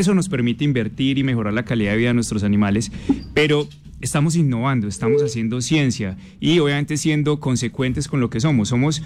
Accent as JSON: {"language": "Spanish", "town": "Pereira", "region": "Risaralda", "country": "Colombia", "said": "Porque somos tan pereiranos como los animalitos que tenemos allá."}